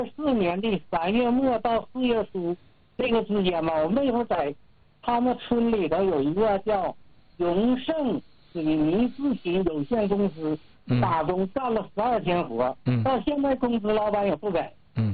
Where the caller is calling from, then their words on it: Liaoyuan, Jilin, China; 我是东风县的